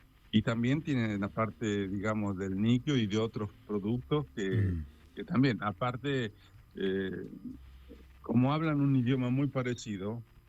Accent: San Gregorio, Santa Fe, Argentina; now in Europe; cuando vivía en el pueblito donde nací, en San Gregorio, en la provincia de Santa Fe.

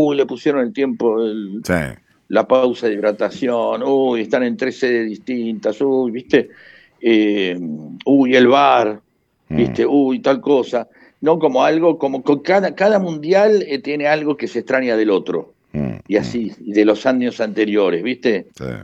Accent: Avellaneda, Buenos Aires Province, Argentina; also born or lived in Lanús; soy de Avellaneda, y de Lanús, y conozco muchos caboverdianos.

